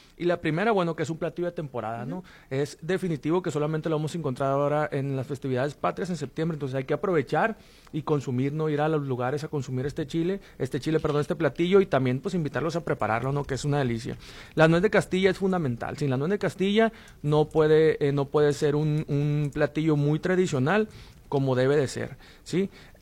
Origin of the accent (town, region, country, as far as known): Mexico